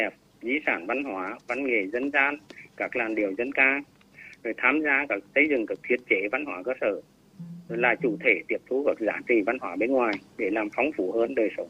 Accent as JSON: {"language": "Vietnamese", "region": "Hà Tĩnh", "country": "Vietnam", "tie": "born or raised there", "said": "Ở xã quê tôi, một xã nông thôn mới của tỉnh Hà Tĩnh, đình làng vẫn được tồn tại là nơi sinh hoạt văn hóa tâm linh, thờ tự của dân làng."}